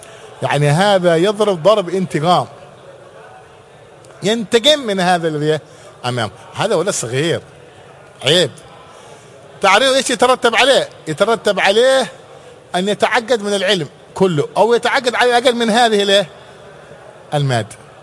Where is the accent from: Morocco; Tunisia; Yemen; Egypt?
Yemen; Hadhramaut; نحن عندنا في حضرموت